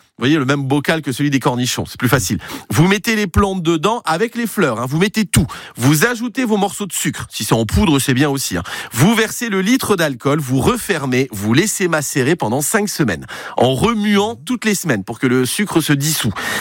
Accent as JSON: {"language": "French", "region": "Grand Est", "country": "France", "said": "Chez nous, en Moselle, on dit Valdi."}